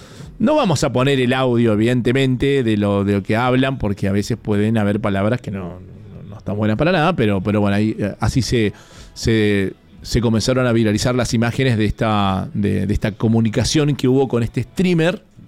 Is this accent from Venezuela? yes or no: no; Mendoza, Argentina; nosotros como mendocinos sabemos que hay muchas cositas para mejorar